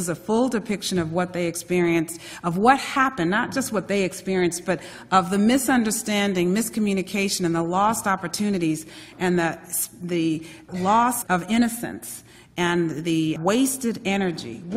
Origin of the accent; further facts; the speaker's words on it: Greece; moved away; You see, I'm an immigrant from Greece, and the book is my story.